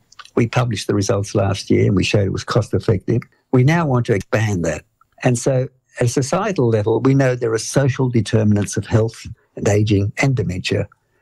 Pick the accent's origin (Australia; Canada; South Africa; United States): Australia